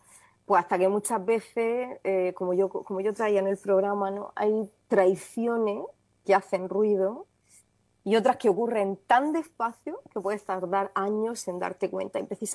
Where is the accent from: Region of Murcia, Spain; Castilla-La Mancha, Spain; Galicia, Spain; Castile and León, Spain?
Region of Murcia, Spain; now in Tenerife, Spain; por mi tierra querida, por Murcia.